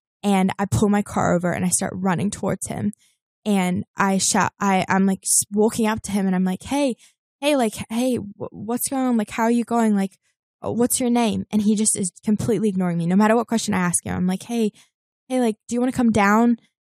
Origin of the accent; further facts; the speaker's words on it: New Zealand; moved away as an adult; now in Los Angeles, United States; several years ago, I just moved to LA. I grew up in New Zealand, moved to LA.